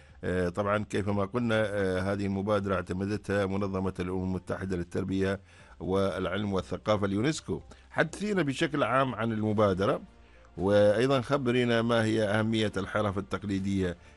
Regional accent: Oman; إحنا كعمانيين

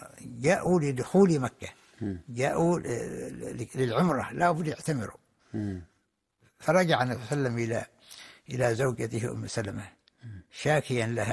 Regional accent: Oman; وكم هنا عندنا في عمان حقيقة كم من النساء نسمع عنهن

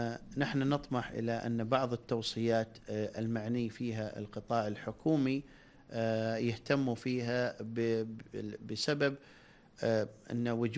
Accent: Oman; موجود عندنا في سلطنة عمان

